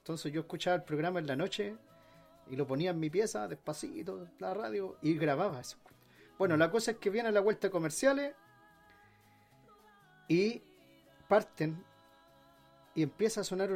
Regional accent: Santiago, Santiago Metropolitan Region, Chile; yo soy santiaguino, nacido y criado en Santiago.

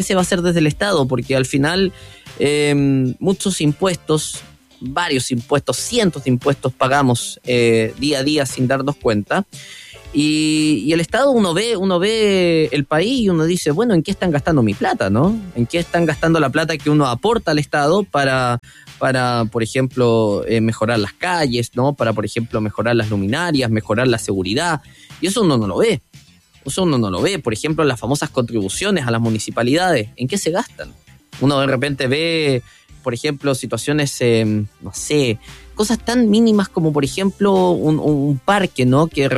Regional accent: Chile

